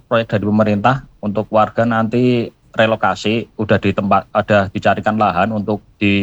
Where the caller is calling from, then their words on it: Brebes, Central Java, Indonesia; Ini kami melaporkan dari kami di Brebes ini, ya. Desa kami itu adalah Desa Sridadi. Kebetulan desa ini berada di lereng Gunung Slamet, di kisaran ketinggian sekitar lebih kurang 1000 meter ya. 1000 meter di atas permukaan laut.